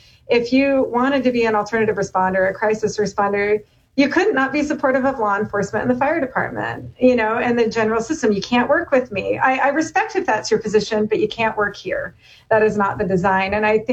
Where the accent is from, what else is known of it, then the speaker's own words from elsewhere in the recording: Portland, Oregon, United States; now in Seattle, United States; I'm from Portland